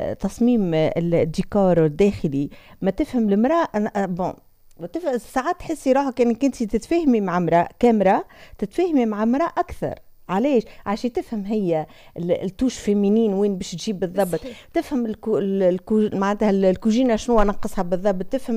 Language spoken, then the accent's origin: Arabic; Tunisia; فرحانين إنه إحنا في تونس.